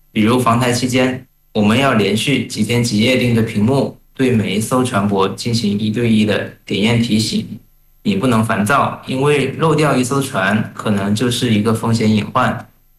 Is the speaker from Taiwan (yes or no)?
no; Haikou, Hainan, China; 海南海口人。